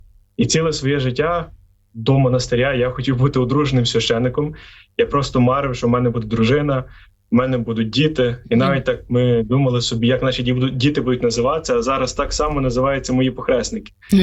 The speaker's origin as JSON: {"language": "Ukrainian", "town": "Steniatyn", "region": "Lviv Oblast", "country": "Ukraine", "tie": "born or raised there", "also_born_or_lived": "Warsaw, Poland", "moved": "as an adult", "said": "Це є Сокальський, вже тепер Шептицький район, яке село Стенятин. Дуже гарне мальовниче село. Його не так легко знайти, бо це один кілометр, приблизно один кілометр до Волині, і десь там 15-20 до польського кордону. Тому моє дитинство також було десь в такому волинсько-польському"}